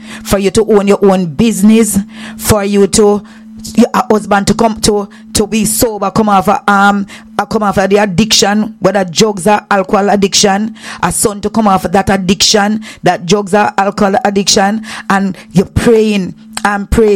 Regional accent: Jamaica; Patrick Ewing made me fall in love with the Knicks as a Jamaican.

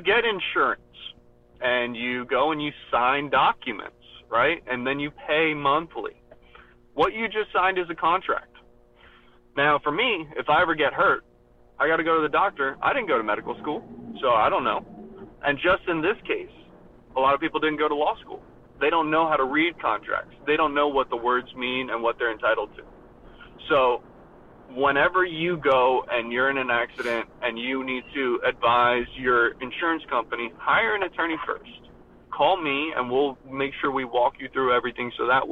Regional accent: Hobe Sound, Florida, United States; We grew up playing basketball in Hope Sound, all around Florida, Miami, went to Florida State and FSU in Tallahassee. This state is our home.

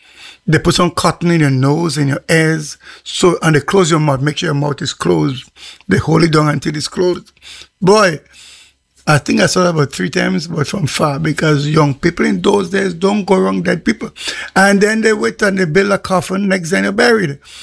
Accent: Guam; Growing up in Guam in the 70s, late 60s, 70s, 80s, late 80s, sorry, late 60s, 70s.

